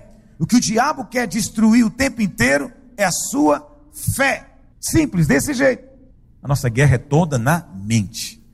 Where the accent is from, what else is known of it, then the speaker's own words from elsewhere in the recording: Goiânia, Goiás, Brazil; De onde você é? Eu sou de Goiânia.